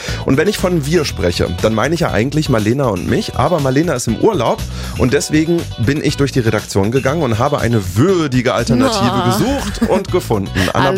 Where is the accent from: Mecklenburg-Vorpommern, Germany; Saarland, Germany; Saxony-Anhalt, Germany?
Saxony-Anhalt, Germany; Also ich komme ja aus Sachsen-Anhalt. Ist ja gerade hoch im Kurs in den Nachrichten.